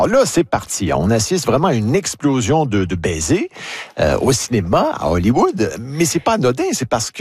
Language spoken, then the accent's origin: French; Quebec, Canada; Le French kiss qui va devenir chez nous, au Québec, on dit le necking.